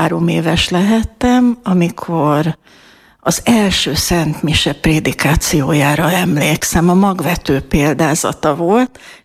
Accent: Szolnok, Jász-Nagykun-Szolnok, Hungary; born there; 63 éves, orvos. Szolnokon születtem, értelmiségi családban, egyedüli gyermekük voltam a szüleimnek.

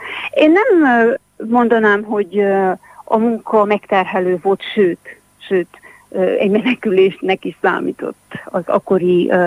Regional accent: Madéfalva, Harghita, Romania; also born or lived in Gyimes / Tusnád; hónapos voltam, amikor 86 elején kiköltöztünk Madéfalvára. Én Madéfalván éltem, ott nőttem fel, és volt egy szakasz, egy 3 év az életemből, amikor Nagy Tusnádon éltem, a nagylány testvéremnél, és utána vissza Madéfalvára, és aztán ott cseperedtem fel.

